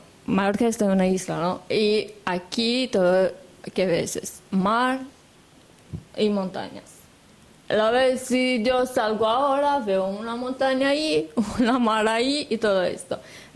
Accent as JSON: {"language": "Spanish", "town": "Galați", "region": "Galați County", "country": "Romania", "second_language": "Spanish"}